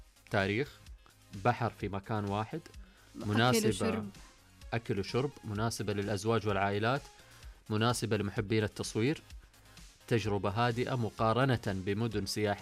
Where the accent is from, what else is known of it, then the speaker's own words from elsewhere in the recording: Saudi Arabia; عندنا كسعوديين أو كخليجيين